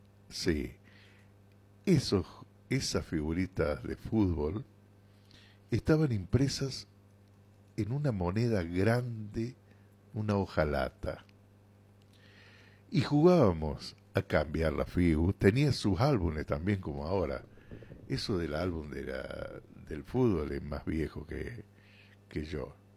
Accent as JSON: {"language": "Spanish", "region": "Córdoba", "country": "Argentina", "tie": "born or raised there", "moved": "yes", "said": "Yo crecí, claro, en Córdoba"}